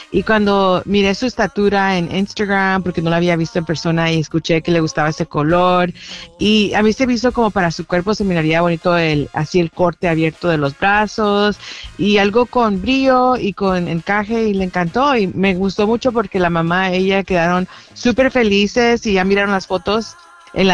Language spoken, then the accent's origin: Spanish; El Salvador; como soy salvadoreña, les damos cola champán.